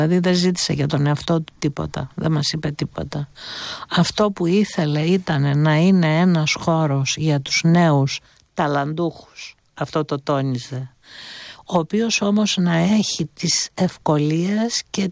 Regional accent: Greece

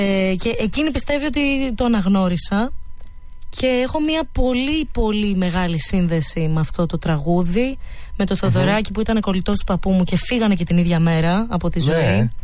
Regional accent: Chalandri, Attica, Greece; Μεγάλωσα στο Χαλάνδρι.

